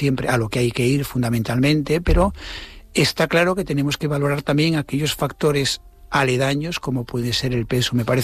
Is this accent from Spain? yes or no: yes; Canary Islands, Spain